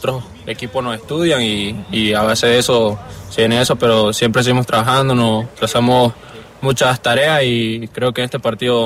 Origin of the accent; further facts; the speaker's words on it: Nicaragua; born there; moved away; Nicaragua es mi tierra, donde yo nací